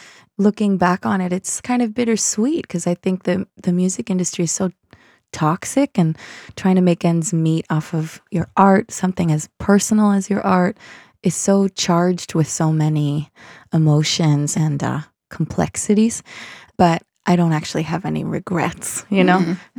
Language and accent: English; Boston, Massachusetts, United States; my growing up in Boston.